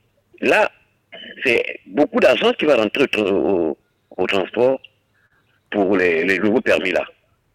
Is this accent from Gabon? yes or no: yes; Gabon; born there; Je suis né au Gabon, à Mabou, je n'ai jamais voyagé.